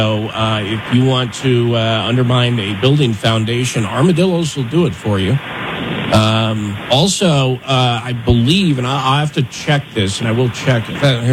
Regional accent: Wyoming, United States; now in North Carolina, United States; where I grew up in Wyoming

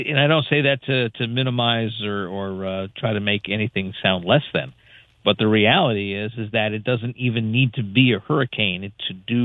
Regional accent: New York City, New York, United States; I grew up in the New York City area

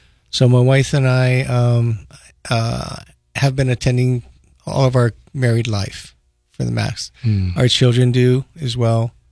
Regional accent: Honolulu, Hawaii, United States; also born or lived in Palisades; From Honolulu. I was born in Palisades. My father was a colonel in the Army and traveled around the country. Saw 40 of the 50 states by the time I was 14, lived in Palisades, and then we caught the Lurline.

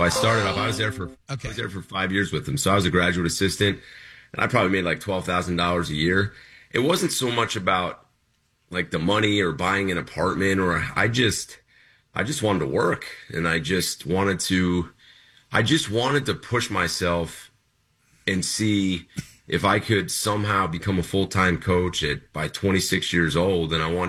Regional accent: New Jersey, United States; now in Miami, United States; You know, I'm from New Jersey.

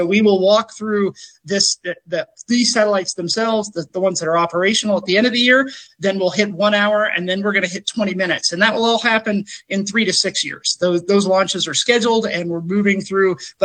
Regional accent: Gulf Coast, United States; I grew up in the Gulf Coast. So I grew up with hurricanes, and interesting. If you grew up in the Gulf Coast, you're not scared of a hurricane.

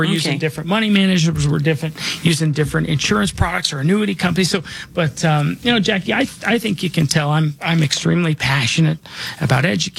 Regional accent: Denver, Colorado, United States; born or raised there

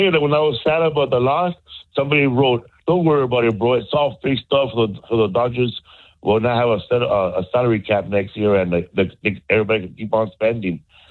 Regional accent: Los Angeles, California, United States; Yes, I grew up in Boyle Heights, the East Los Angeles. I grew up in a gated community. The window was gated. The back door was gated.

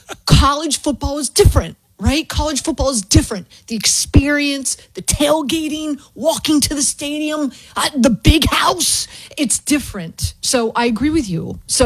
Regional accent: Miami, Florida, United States; Like I grew up in Miami, right? So like tutu bom, tutu bang, a ton of Brazilians there.

